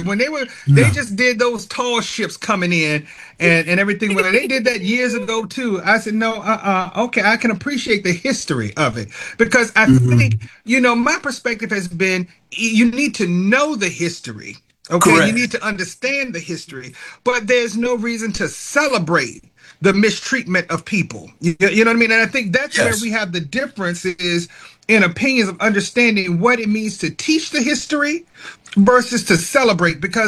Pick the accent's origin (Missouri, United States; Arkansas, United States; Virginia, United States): Virginia, United States; Richmond; Being from Richmond, I grown up, born and raised in Richmond and all.